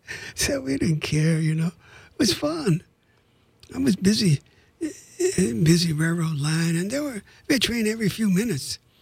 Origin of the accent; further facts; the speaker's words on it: Los Angeles, California, United States; I wrote this book about growing up in East L.A.